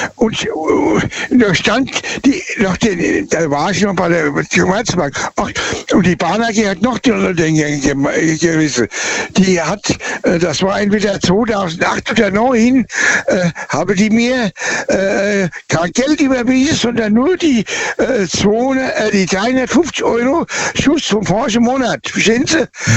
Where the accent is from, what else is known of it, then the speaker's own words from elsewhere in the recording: Birnbach, Germany; born there; Und zwar weiß ich, wo ich geboren bin, in dem Ort Birnbach.